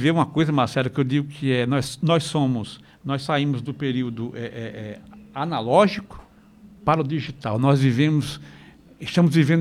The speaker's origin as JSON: {"language": "Portuguese", "region": "Bahia", "country": "Brazil", "moved": "yes", "lives_now": "Paraíba, Brazil", "said": "Sou de Bahia."}